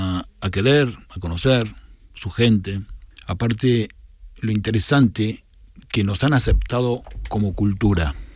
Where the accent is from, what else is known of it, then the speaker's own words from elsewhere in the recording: Argentina; now in Torremolinos, Spain; Pues yo soy argentino